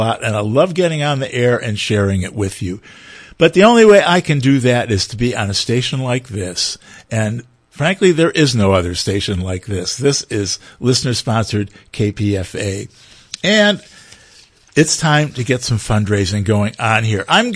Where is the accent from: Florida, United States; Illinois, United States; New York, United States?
Illinois, United States; Chicago; now in California, United States; I've been listening to it as a kid growing up in Chicago.